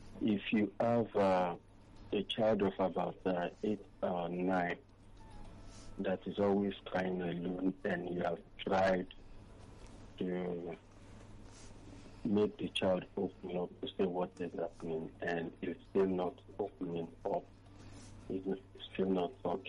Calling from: Lagos, Nigeria; From Obalende.

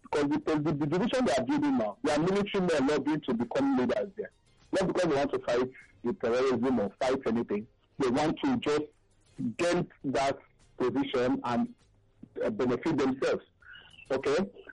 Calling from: Lagos, Nigeria; I'm calling from Aroyaya in Lagos.

